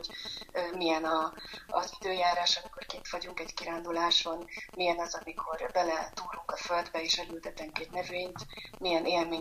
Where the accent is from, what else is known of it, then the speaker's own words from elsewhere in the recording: Budapest, Hungary; Egy budapesti 4. emeleti lakásban nőttem fel